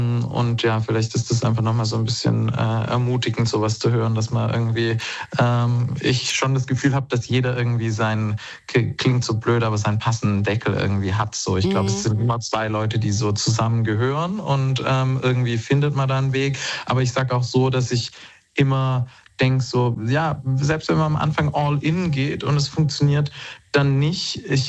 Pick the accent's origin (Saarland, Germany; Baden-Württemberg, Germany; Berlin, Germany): Baden-Württemberg, Germany; Stuttgart; Ich aus dem Schwabenländle natürlich, aus Stuttgart.